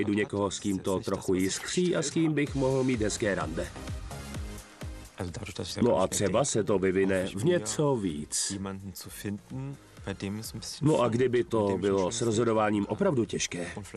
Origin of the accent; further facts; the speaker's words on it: Leipzig, Saxony, Germany; now in Munich, Germany; No jo, jsem původně z Lipska.